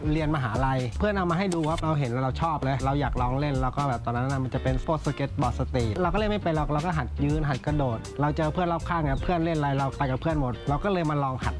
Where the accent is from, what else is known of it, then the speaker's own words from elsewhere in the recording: Bang Pakong District, Chachoengsao, Thailand; ที่อำเภอบางปะกงครับ